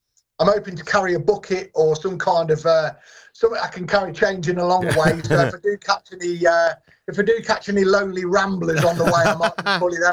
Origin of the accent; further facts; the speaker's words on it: Loughborough, East Midlands, United Kingdom; let's walk from Loughborough, my hometown, to Skegness.